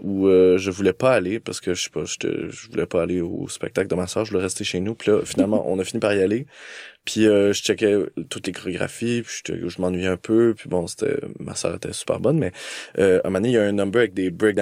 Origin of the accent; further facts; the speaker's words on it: Montreal, Quebec, Canada; Je viens de l'île des Sœurs, je viens de milieu bourgeois.